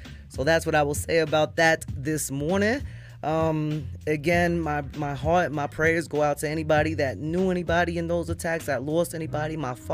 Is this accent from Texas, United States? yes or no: no; New York, United States; So today, as a New Yorker, my hat's off to all the first responders